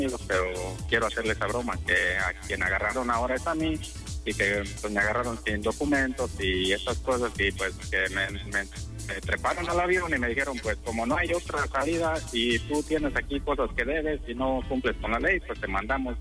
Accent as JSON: {"language": "Spanish", "region": "Guanajuato", "country": "Mexico", "said": "pero yo le digo, ¿qué pasa, hombre? Soy de Guanajuato."}